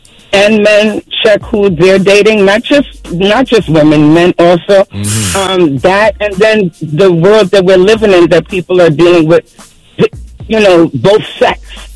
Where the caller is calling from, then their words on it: Yonkers, New York, United States; I'm calling from Yonkers.